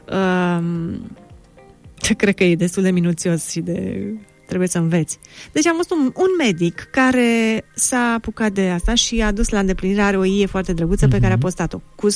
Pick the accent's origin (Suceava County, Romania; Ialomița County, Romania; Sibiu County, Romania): Ialomița County, Romania; Motivul este Ialomița, pentru că provin din Ialomița și am găsit modelul acolo aproape de Slobozia.